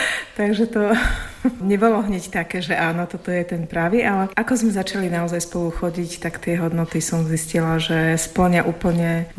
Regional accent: Banská Bystrica, Banská Bystrica Region, Slovakia; moved away; ja som z Banskej Bystrice, manžel je z Prešova.

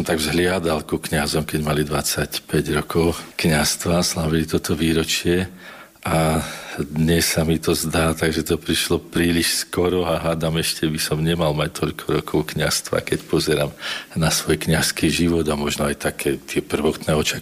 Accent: Žilina Region, Slovakia; Som z Oravy a je možné, že predkovia sú z rodiska otca biskupa Vojtašáka

